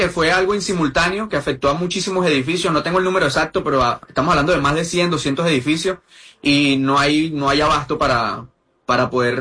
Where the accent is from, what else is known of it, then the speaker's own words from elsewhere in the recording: Venezuela; yo soy nacido y criado en Aguaira. A día de hoy, post terremoto, sigo viviendo en Aguaira. Yo me encuentro en casa de mi madre, resguardado en este momento.